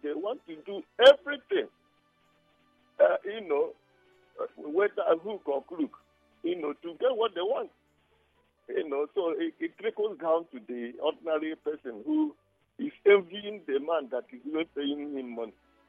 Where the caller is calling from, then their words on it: Nigeria; I'm calling you from Igbo State.